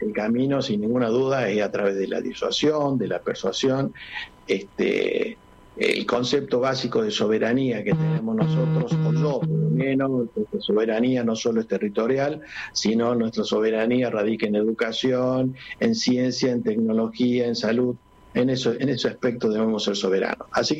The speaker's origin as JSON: {"language": "Spanish", "region": "Salta", "country": "Argentina", "moved": "yes", "lives_now": "Córdoba, Argentina", "said": "nunca dejo de ser salteño, vivo pensando en mi tierra y vivo permanentemente estando en mi tierra."}